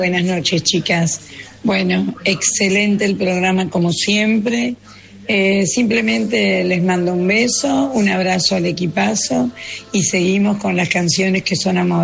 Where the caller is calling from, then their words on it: Argentina; de Barraca.